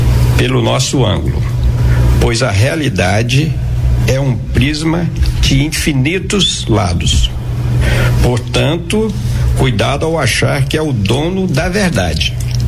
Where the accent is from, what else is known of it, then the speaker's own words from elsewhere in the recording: Araxá, Minas Gerais, Brazil; now in Brasília, Brazil; Não, eu sou mineiro de Araxá.